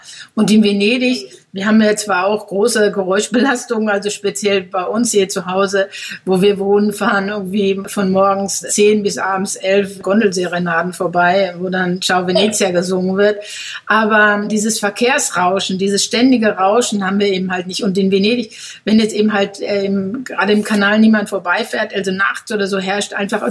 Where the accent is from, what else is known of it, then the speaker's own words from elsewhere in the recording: North Rhine-Westphalia, Germany; moved away as an adult; now in Venice, Italy; Ich habe selbst in meiner Heimatstadt, also in der ich aufgewachsen bin, im Ruhrgebiet, mit 19 Jahren habe ich die verlassen.